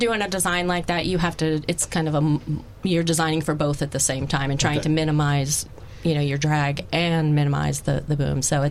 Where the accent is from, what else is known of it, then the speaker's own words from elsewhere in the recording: Philadelphia, Pennsylvania, United States; Oh, I'm from Philly.